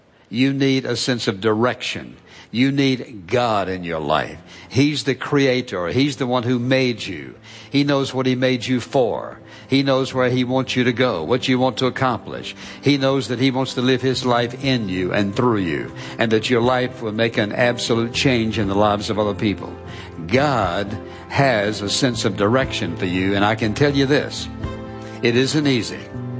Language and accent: English; United States; When I was 14 years of age, my best friend and I were walking along the Dan River in my hometown